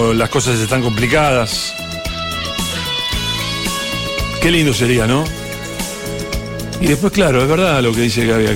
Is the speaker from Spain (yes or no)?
no; Argentina